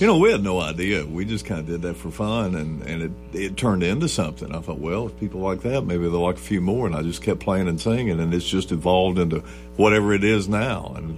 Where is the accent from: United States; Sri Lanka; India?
United States; accent: hick; I've got a hick accent, which throws me into the country category automatically, but I was raised up, first off, playing bluegrass